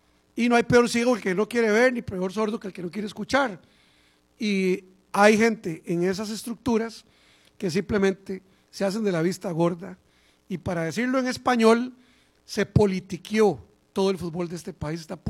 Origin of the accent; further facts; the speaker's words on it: Costa Rica; yo también soy costarricense y no soy fanático, pero soy costarricense